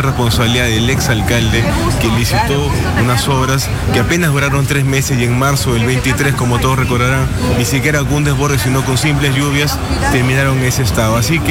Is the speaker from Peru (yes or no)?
yes; Peru; la identidad de cada uno de los peruanos.